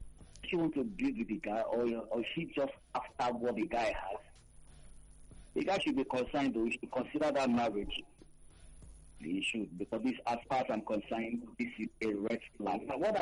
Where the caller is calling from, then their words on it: Nigeria; I'm calling from Ubi State.